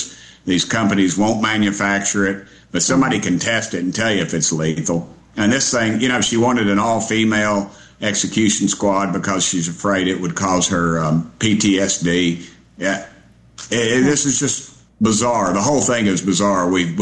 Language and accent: English; Knoxville, Tennessee, United States; I grew up in Knoxville. I've been here my whole life.